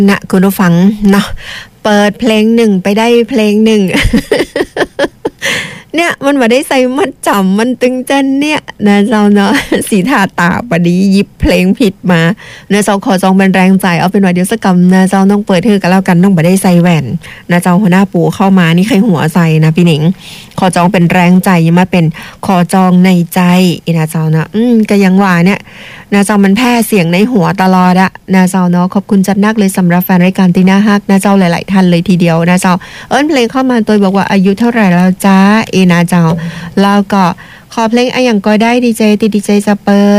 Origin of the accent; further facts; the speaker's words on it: Lampang, Thailand; จังหวัดลำปางบ้านเฮา